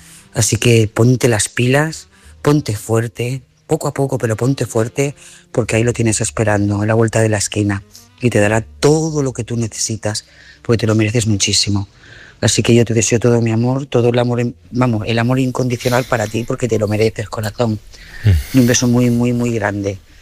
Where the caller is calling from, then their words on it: Lloret de Mar, Catalonia, Spain; de Lloret de Mar.